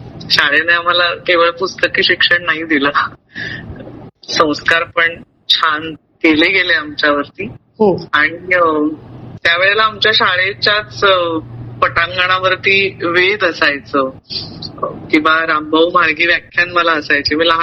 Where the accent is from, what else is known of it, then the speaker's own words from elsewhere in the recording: Thane, Maharashtra, India; now in Pune, India; माझं बालपण ठाण्यात गेलं.